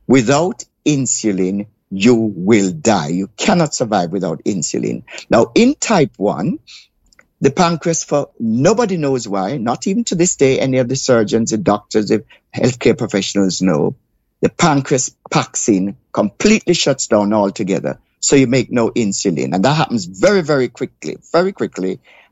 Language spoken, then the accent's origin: English; Jamaica; Now, I grew up around Jamaica, the Caribbean Sea. I cannot swim to save my life.